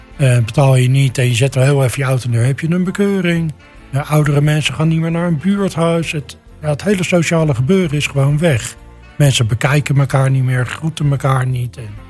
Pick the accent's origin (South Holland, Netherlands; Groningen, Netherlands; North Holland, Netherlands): South Holland, Netherlands; Leiden; born or raised there